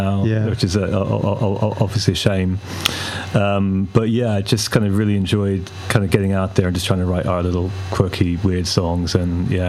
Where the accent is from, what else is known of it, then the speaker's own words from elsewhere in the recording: Bath, South West England, United Kingdom; I'm from Bath